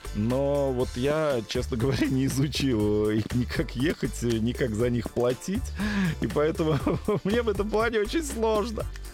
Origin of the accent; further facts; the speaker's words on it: Moscow, Russia; мы же не скрываем, что мы из России, из Москвы.